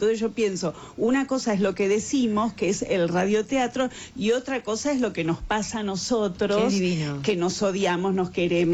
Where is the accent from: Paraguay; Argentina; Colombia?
Argentina; Rosario, Santa Fe; now in Buenos Aires, Argentina; Yo soy rosarina.